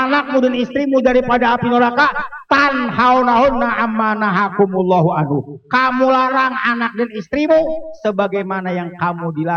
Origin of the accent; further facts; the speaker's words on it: Jakarta, Indonesia; Memang kita orang Betawi mayoritas